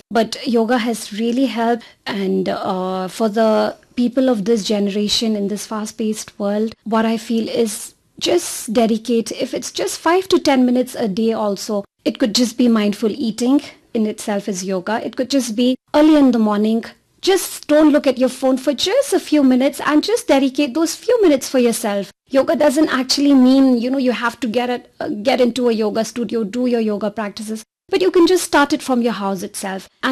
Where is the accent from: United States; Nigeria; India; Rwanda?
India; Shillong, Meghalaya; moved away as an adult; also born or lived in Chennai; now in Shillong, India; And since I'm from Shillong, there's always been an urge to just come back home